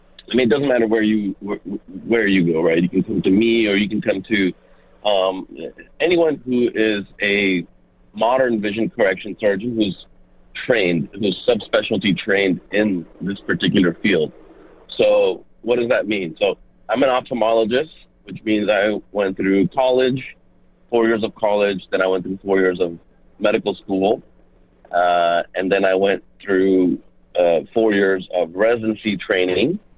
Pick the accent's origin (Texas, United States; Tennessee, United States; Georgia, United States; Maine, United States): Texas, United States; Tyler; moved away as an adult; now in Dallas-Fort Worth, United States; I am from this general area. I grew up in East Texas, Tyler, Texas, but for the past several years, we've been in DFW. Frisco, Plano is kind of home, all of our families in the location.